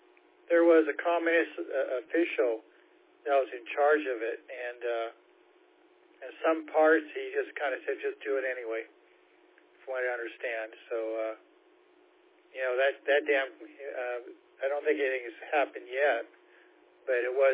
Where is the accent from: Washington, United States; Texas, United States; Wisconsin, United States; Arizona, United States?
Washington, United States; Seattle; because I grew up in Seattle and be on Puget Sound